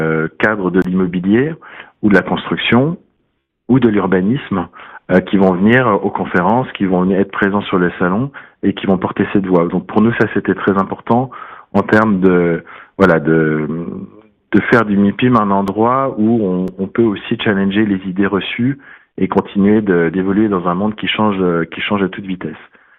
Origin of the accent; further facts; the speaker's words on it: France